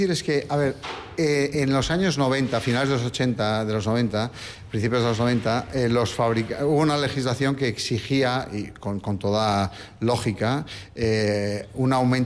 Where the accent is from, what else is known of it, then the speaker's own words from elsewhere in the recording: Bilbao, Basque Country, Spain; Yo soy de Bilbao, pero defiendo todo lo que hay en San Sebastián.